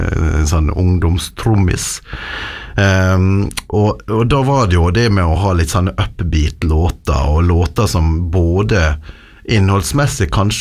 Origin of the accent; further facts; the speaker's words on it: Volda, Møre og Romsdal, Norway; moved away as an adult; now in Ålesund, Norway; Ja, sant, født og oppvokst I Volda og så har jeg jo vært litt rundt I Norges land nå bor jeg I Ålesund